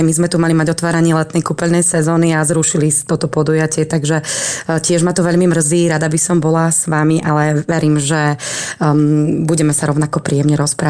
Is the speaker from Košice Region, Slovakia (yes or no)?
no; Malacky, Bratislava Region, Slovakia; moved away as an adult; now in Trenčianske Teplice, Slovakia; Ja pochádzam inak z Malaciek, z Bratislavského kraja teda, takže tam mám rodičov, mám tam vlastne rodný dom a som tam vlastne žila dlhé roky, takže poznám veľmi dobre aj Záhorie, ale 10 rokov teda už Teplice sú takým aj môjim domovom